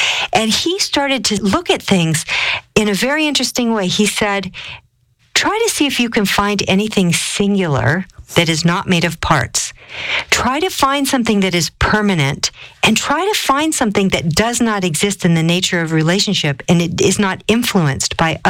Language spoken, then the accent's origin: English; Colorado, United States; I come from Colorado. It's bone dry there.